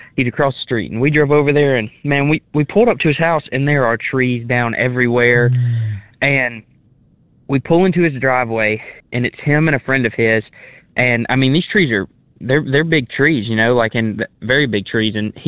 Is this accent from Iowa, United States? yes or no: no; Oxford, Mississippi, United States; So like you said, I'm from Mississippi. I'm from Oxford, Mississippi, which is, you know, about 30 miles west of the Tupelo National Headquarters